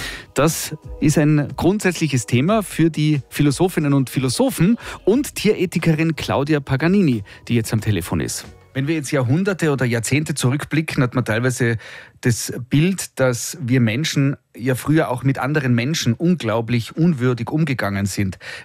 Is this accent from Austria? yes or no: yes; Tyrol, Austria; Kommen verpackt als Hamburger bei uns in Tirol wieder an und ja, man beißt ohne schlechtes Gewissen rein.